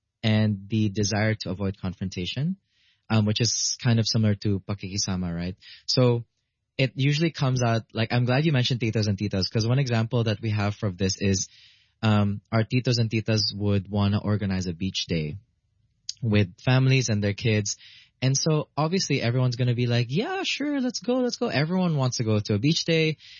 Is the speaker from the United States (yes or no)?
no; Philippines